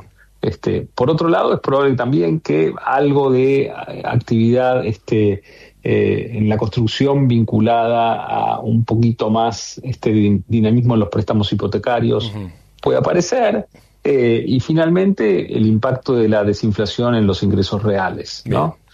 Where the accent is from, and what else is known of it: Argentina